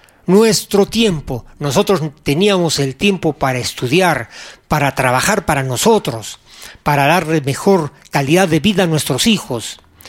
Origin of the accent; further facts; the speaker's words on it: Arequipa, Peru; born there; ¿Por qué nací en Perú? ¿Por qué nací en Arequipa?